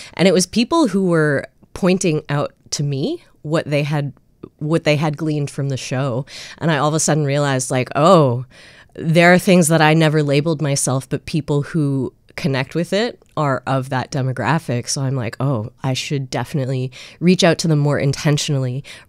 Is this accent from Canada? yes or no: yes; Canada; moved away; also born or lived in Australia; I started doing the show in Canada in 2024. And in the beginning, I self-described as Asian Canadian Australian.